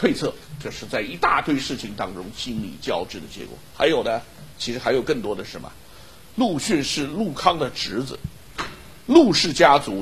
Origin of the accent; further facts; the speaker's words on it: Shanghai, China; accent: Shanghainese; 他就是我们上海话经常说的叫西克北，